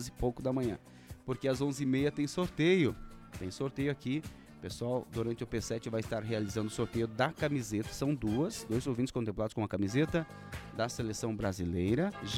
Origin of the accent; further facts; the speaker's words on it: Brazil; porque afinal eu sou brasileiro.